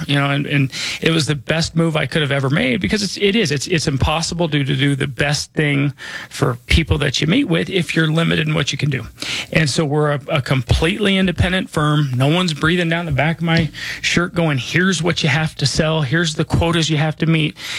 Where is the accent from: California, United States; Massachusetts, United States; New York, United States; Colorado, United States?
Colorado, United States; Denver; born or raised there